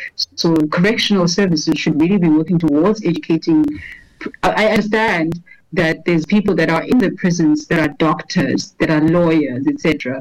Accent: Western Cape, South Africa; but now I grew up in the Western Cape. That is a much more, like, a better province with more resources.

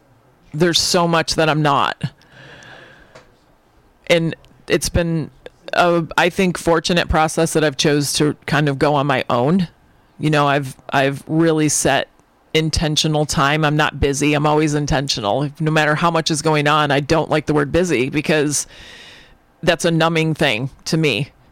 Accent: Michigan, United States; also born or lived in Miami / New Zealand / Tennessee; now in Milwaukee, United States; I grew up in Michigan, and after being in Miami and New Zealand

